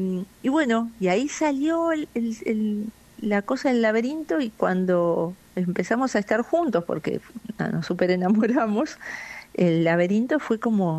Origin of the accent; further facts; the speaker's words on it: El Bolsón, Río Negro, Argentina; yo era de acá, Nick, nacida y criada